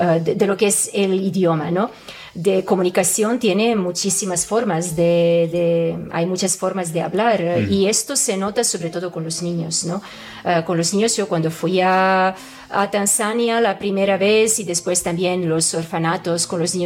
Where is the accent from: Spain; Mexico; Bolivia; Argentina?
Spain; Canary Islands; moved away; Bueno, pues mi idea inicial cuando me fui de Canarias a Sudáfrica fue de quedarme por lo menos 2-3 años.